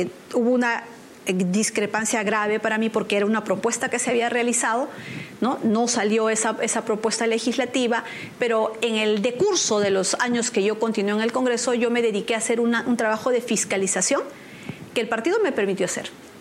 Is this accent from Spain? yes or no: no; Peru; como muchos peruanos, celebro que haya ganado Keiko Fujimori